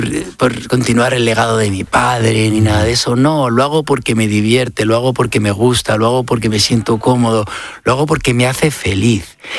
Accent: Spain; Ha sido muy difícil intentar hacer un concierto de mi padre en mi país, en España

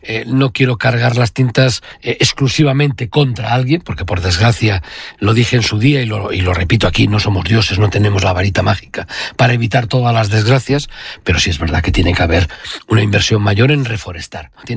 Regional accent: Bembibre, Castile and León, Spain; lo mejor de todo es cuando salgo de Madrid y digo, me voy para mi tierra. Yo vivo en Bembibre.

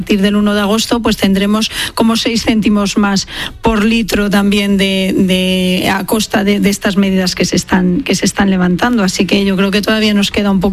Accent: Guadalajara, Castilla-La Mancha, Spain; Sí, yo soy de Guadalajara

